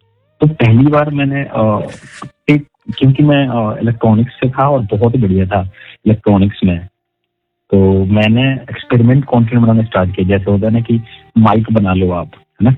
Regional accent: Bihar, India; now in Faridabad, India; तो पहली बार मैं बिहार से यहाँ आया दिल्ली, दिल्ली में कहा फरीदाबाद

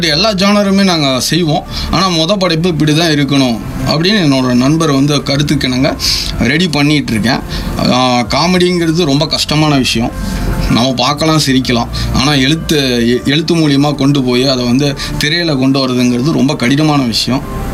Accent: Chinna Kollapatti, Tamil Nadu, India; என்னோட ஊர் வந்து சின்ன கொல்லப்பட்டி, அடிவாரம் ஏற்காடு செல்லும் வழியில நான் பிறந்து வளர்ந்தேன்.

